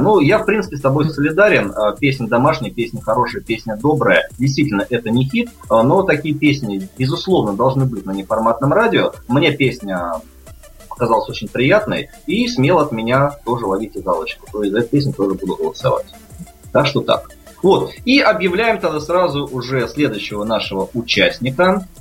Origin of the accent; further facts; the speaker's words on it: Kazan, Tatarstan, Russia; Из Казани.